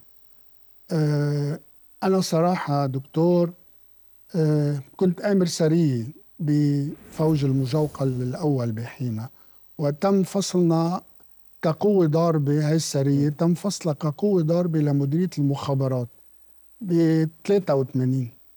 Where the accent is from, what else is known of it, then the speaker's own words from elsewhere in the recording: Lebanon; born there; كنت في إجازة في قريتي، وكنت نايم عند جدتي في القرية.